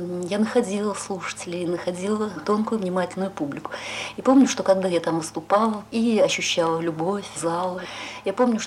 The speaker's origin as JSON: {"language": "Russian", "region": "Moscow", "country": "Russia", "tie": "born or raised there", "said": "хоть я урожденная москвичка и всю жизнь прожила в Москве"}